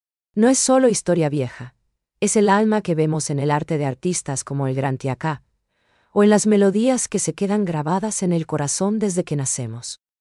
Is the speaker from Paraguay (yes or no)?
yes; Paraguay; ese legado que nos identifica como paraguayos?